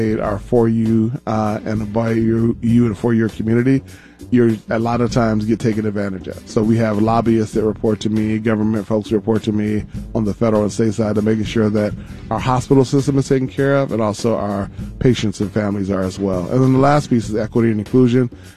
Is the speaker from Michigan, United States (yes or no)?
yes; Detroit, Michigan, United States; now in Minneapolis, United States; you're born and raised in Detroit.